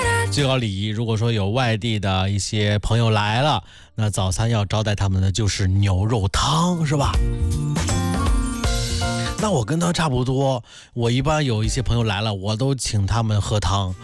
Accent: Wu'an, Hebei, China; moved away; 我的老家邯郸武安

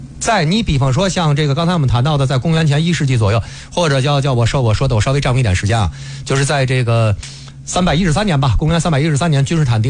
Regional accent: China

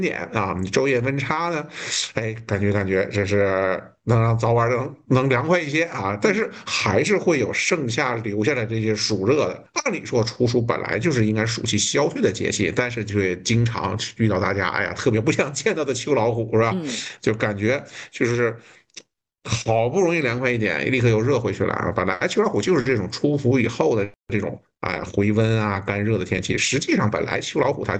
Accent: Shenyang, Liaoning, China; 作为一个东北人，作为一个沈阳人

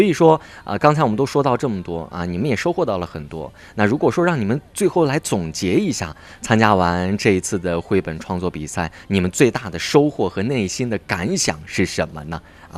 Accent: Xinjiang, China; 咱们自己的家乡独山子

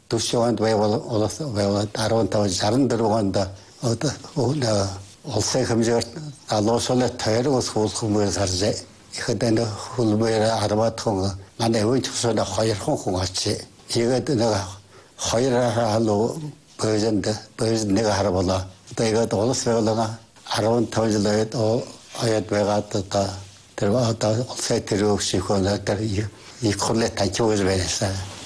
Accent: Inner Mongolia, China; би Өвөн хөсөндөө шинхэн зоомны бүрдэрэгэд

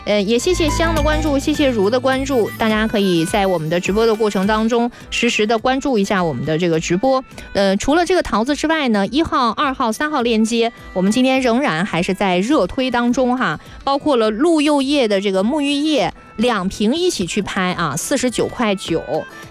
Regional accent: Lanzhou, Gansu, China; now in Guangdong, China; 因为我很喜欢吃我们老家的兰州的白粉桃

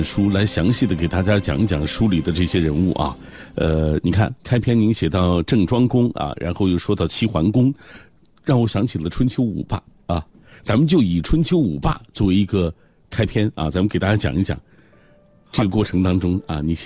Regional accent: China; 我们中国人

